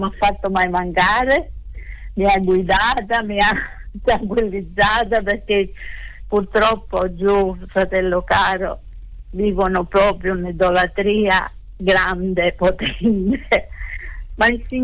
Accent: Sicily, Italy; moved away; io e mio marito siamo siciliani

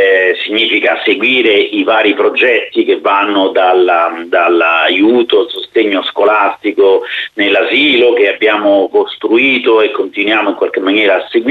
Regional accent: Rome, Lazio, Italy; born there; also born or lived in Malawi; Io mi trovo nella parrocchia di Selva Candida, sono parroco, ma sono nel comune di Roma, sono nato a Roma.

